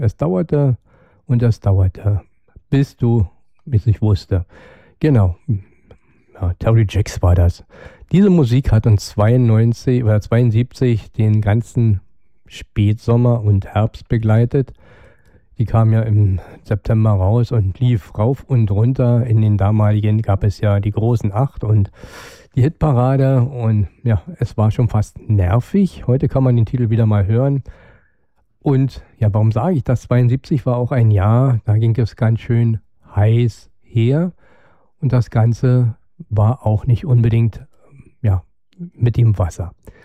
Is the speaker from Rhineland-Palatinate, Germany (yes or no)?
no; Brandenburg, Germany; wie wir als Brandenburger das auch anders sehen